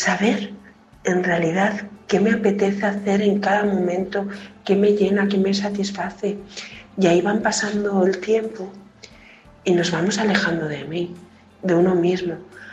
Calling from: Valencia, Valencian Community, Spain; hablo desde Valencia.

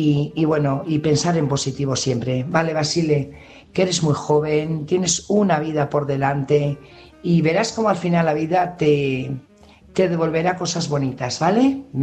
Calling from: Burgos, Castile and León, Spain; corresponsal de Burgos

